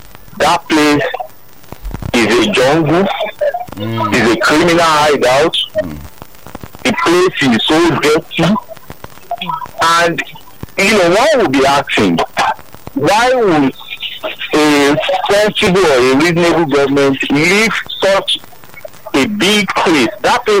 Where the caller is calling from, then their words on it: Lagos, Nigeria; I'm calling from Ijari.